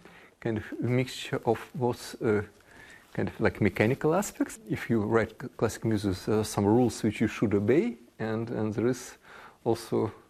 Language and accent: English; Russia; English is a second language; No, see, because I'm from Russia and I never been on the east of.